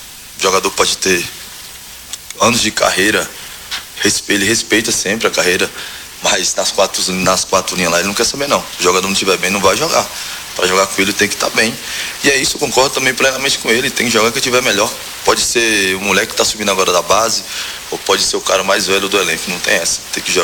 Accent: Ceará, Brazil; now in Goiânia, Brazil; Da onde eu sou do Ceará, o sol é igual daqui

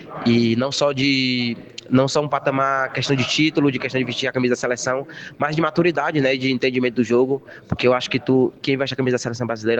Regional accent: Fortaleza, Ceará, Brazil; also born or lived in Sorriso, Mato Grosso / Mafra, Santa Catarina / Spain; now in Francisco Beltrão, Brazil; sou natural de Fortaleza, Ceará

